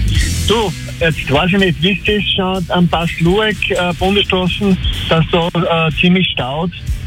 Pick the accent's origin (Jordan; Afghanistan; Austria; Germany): Austria; Hallein, Salzburg; born there; now in Werfen, Austria; Du, eigentlich bin ich gebürtiger Halleiner, wohne aber seit 28 Jahren in Werfen-Tenneck.